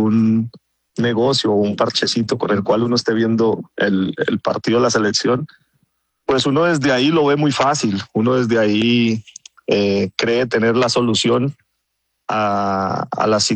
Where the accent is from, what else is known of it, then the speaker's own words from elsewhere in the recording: Colombia; pues como colombiano y como jugador de fútbol activo, tuve la ilusión y tuve el deseo de poder estar.